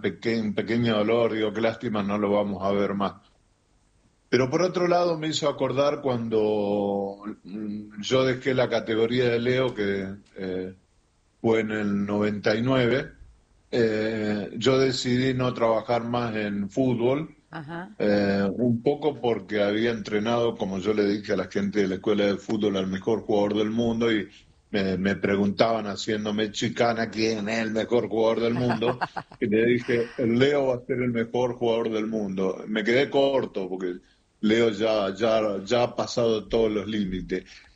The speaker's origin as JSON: {"language": "Spanish", "country": "Argentina", "said": "porque somos argentinos"}